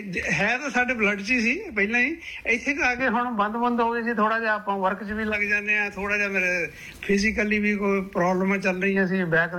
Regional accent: Jalandhar, Punjab, India; ਪਹਿਲੀ ਵਾਰੀ ਮੈਂ ਓਬਵੀਅਸਲੀ ਜਲੰਧਰ ਤੋਂ ਆ, ਪੰਜਾਬ ਸਾਡਾ ਪਿੰਡ ਆ ਸੰਸਾਰਪੁਰ ਦੇ ਨਾਲ ਹੀ

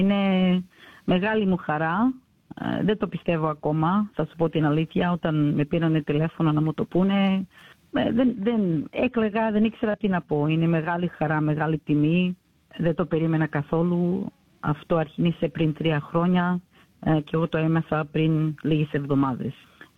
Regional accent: Sydney, New South Wales, Australia; Εγώ γεννήθηκα στο Balmain, μετά περίπου τρία χρονών πήγαμε στο Canterbury, στο Canterbury Road. Και είχαμε φρουτομαρκέτα και ζούσαμε πάνω από το μαγαζί για κάποια χρόνια. Και μετά πήγαμε στο Rowwood

